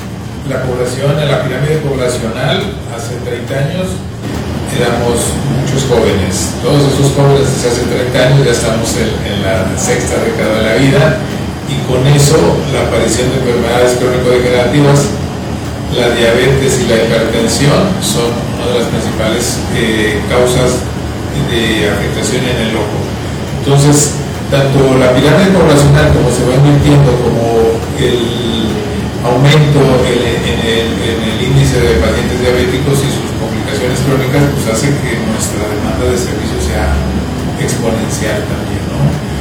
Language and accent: Spanish; Tihuatlán, Veracruz, Mexico; born there; yo soy nacido aquí en Tihuatlán